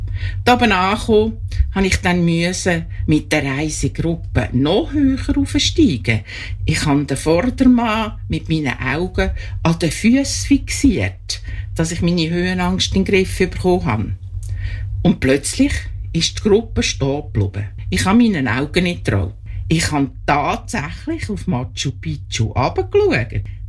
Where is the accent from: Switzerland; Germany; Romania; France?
Switzerland; Lucerne; Ich bin in Luzern aufgewachsen